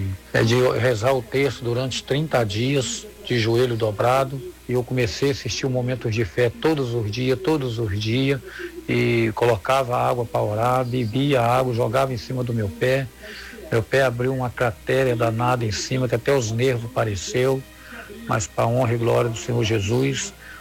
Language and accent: Portuguese; Rio de Janeiro, Brazil; Sou daqui do Rio de Janeiro